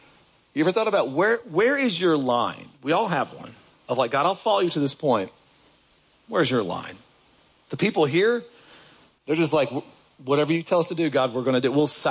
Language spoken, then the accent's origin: English; Kentucky, United States; moved away; I left Kentucky. I'll give of my hometown with my family.